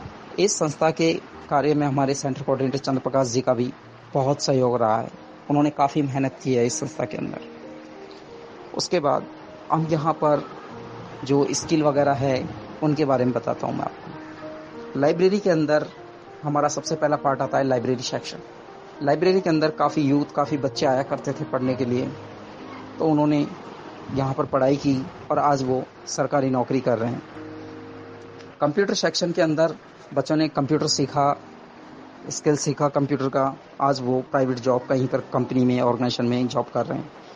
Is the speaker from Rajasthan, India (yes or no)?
yes; Gijgarh, Rajasthan, India; मैं राजस्थान के दौसा जिले के सिकराय तहसील के गिजगढ़ गांव का रहने वाला हूँ